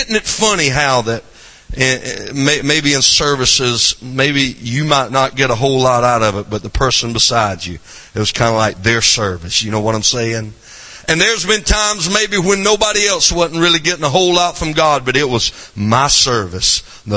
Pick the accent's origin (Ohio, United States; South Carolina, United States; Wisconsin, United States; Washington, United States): South Carolina, United States; accent: southern